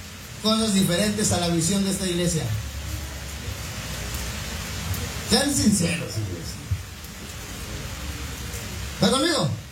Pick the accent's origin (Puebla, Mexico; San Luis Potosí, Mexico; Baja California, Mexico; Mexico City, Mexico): San Luis Potosí, Mexico; Ébano; now in Reynosa, Mexico; Yo quería que Dios me moviera a mi pueblo. Desde antes de que estuviera en la iglesia, yo, desde que estábamos allá, dije, Señor, si me vas a hacer pastor, que sea Ébano. Pero el Señor me quitó Ébano y me puso Reynoso.